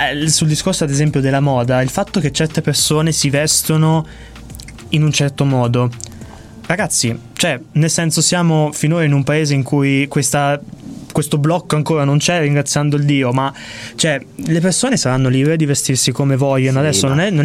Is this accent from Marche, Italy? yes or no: yes; Marche, Italy; Io non essendo di Bologna, sono marchigiano, vivo a Porto Recanati